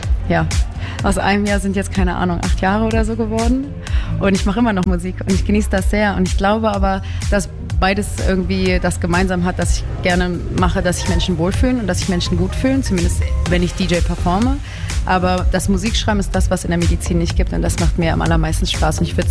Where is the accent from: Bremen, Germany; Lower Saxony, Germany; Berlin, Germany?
Berlin, Germany; Ich bin in Berlin groß geworden